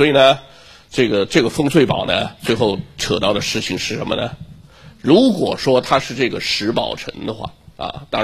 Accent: Yunnan, China; moved away; 南诏就是我老家云南这个地方。

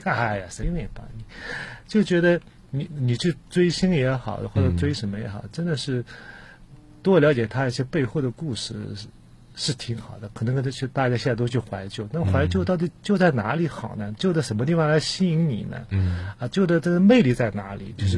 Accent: Shanghai, China; 我们上海人其实也应该

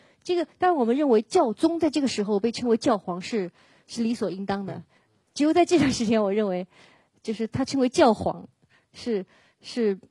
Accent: China; 我们中国人也说到顶点它就会下落

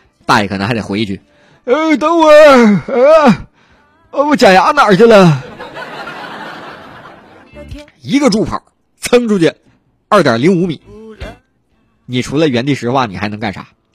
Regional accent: Northeast China, China; 按我们东北话讲，你过去那头型呢，你得滋楞起来呀

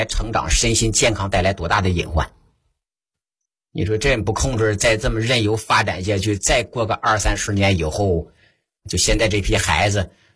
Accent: Shanxi, China; 你看，这咱们山西人

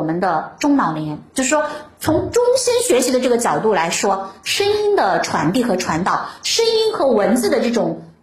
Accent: China; 我们中国人

